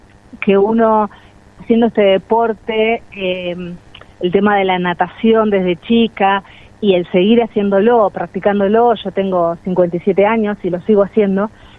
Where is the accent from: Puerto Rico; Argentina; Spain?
Argentina; que cantamos eso esas ganas de expresar que somos argentinos y que todo el mundo nos elogia